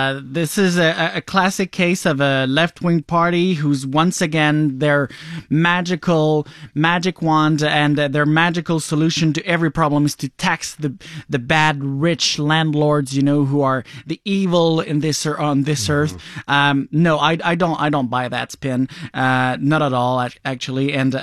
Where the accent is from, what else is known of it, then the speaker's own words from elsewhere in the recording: Joliette, Quebec, Canada; In my hometown of Joliet, just across the street from my mamie's place, there is a park there with HLM.